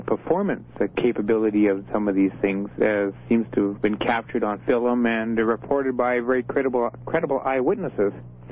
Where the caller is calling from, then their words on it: Edmonton, Alberta, Canada; Edmonton, Alberta, CGC country.